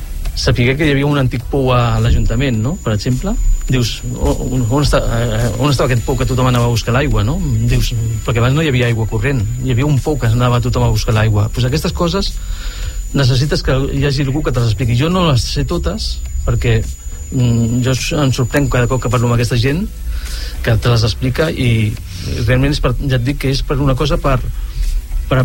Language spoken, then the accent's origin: Catalan; Sant Boi de Llobregat, Catalonia, Spain; jo soc fill de Sant Boi de tota la vida